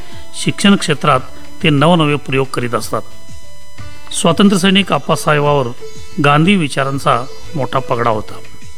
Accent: Manjari, Karnataka, India; कृष्णा नदीच्या काठावरील मांजरी हे त्यांचे गाव. मीही याच गावचा

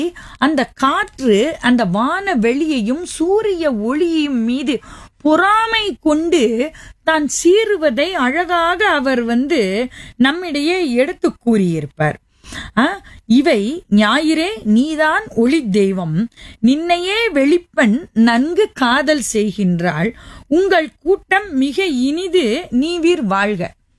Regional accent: Thoothukudi, Tamil Nadu, India; நான் பிறந்து வளர்ந்தது எல்லாம் தூத்துக்குடி. சிறு வயதிலிருந்தே எட்டயபுரத்தில் எங்கள் பாட்டி ஆசிரிய பயிற்சி முடித்து விட்டு எட்டயபுரத்திலிருந்து எல்லோரும் புலம்பெயர்ந்து தூத்துக்குடிக்கு வந்து விட்டார்கள்.

